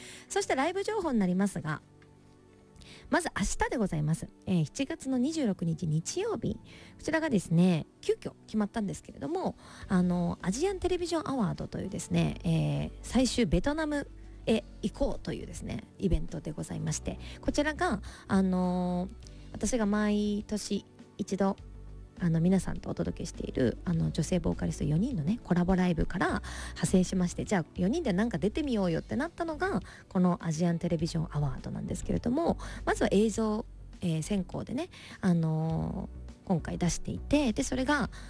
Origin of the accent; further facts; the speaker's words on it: Hyuga, Miyazaki, Japan; moved away; 私の地元宮崎県日向市